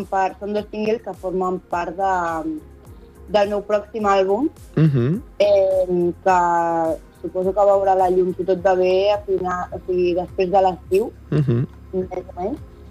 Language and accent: Catalan; Terrassa, Catalonia, Spain; Vale, doncs … soc de Terrassa i soc cantant i artista emergent.